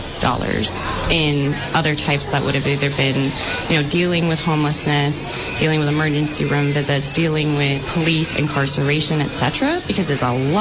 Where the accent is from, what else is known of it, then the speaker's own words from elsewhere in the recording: Vermont, United States; I think it's sort of coming from growing up in Vermont, of a unique political ideology